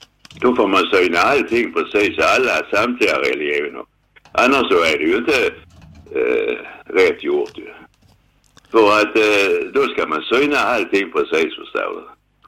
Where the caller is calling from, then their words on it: Sweden; jag är svensk.